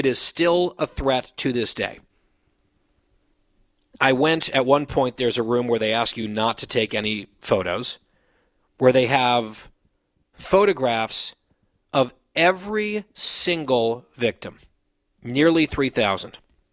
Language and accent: English; Ridgewood, New Jersey, United States; I did search my hometown, Ridgewood, New Jersey.